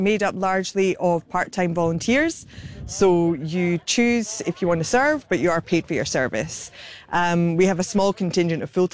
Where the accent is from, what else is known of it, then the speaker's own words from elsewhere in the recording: Scotland, United Kingdom; moved away as an adult; now in Bermuda; You can perhaps tell I'm not Bermudian myself. I'm Scottish. I've lived in Bermuda for 8 years